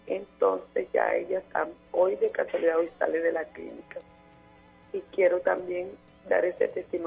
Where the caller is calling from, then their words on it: Valledupar, Cesar, Colombia; En Valledupar